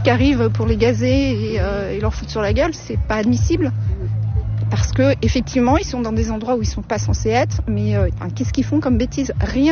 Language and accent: French; Île-de-France, France; je viens du Val-de-Marne.